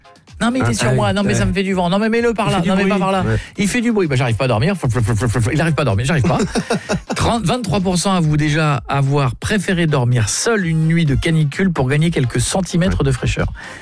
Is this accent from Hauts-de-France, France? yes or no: yes; Hauts-de-France, France; moi je suis un picard. Hein, vous savez, il y a un moment donné, je suis plus habitué à la toundra et à la steppe que franchement